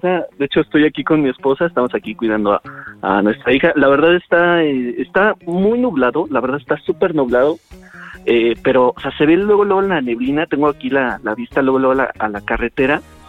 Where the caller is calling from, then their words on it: Atizapán de Zaragoza, State of Mexico, Mexico; Les hablo de la bonita ciudad de Atizapán de Zaragoza, Estado de México.